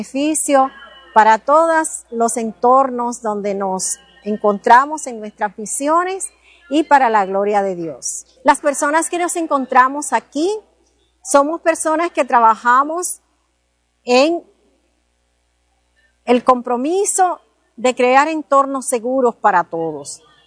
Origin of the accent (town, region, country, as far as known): Dominican Republic